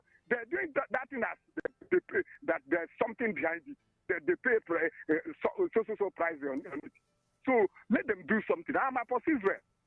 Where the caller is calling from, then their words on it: Iko, Ebonyi, Nigeria; I am calling you from Iko in Ebonyi State.